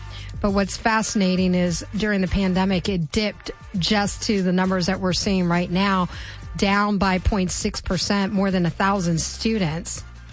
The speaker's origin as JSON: {"language": "English", "town": "Silver Spring", "region": "Maryland", "country": "United States", "tie": "born or raised there", "said": "because I grew up in Silver Spring, and my parents pulled me out of public school. I did public school for elementary and middle school. They pulled me out for high school."}